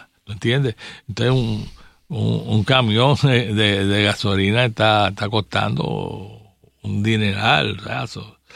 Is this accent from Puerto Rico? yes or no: yes; Puerto Rico; porque total, somos puertorriqueños, estamos en el mismo caldero